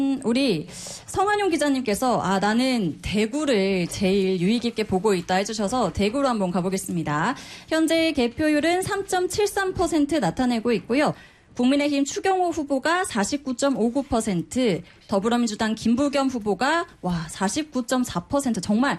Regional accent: North Jeolla, South Korea; 사실 제가 네, 전라북도 출신입니다.

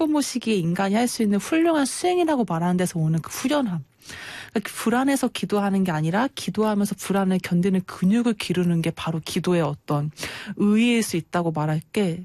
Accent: South Chungcheong, South Korea; 제 본가가 충청남도에

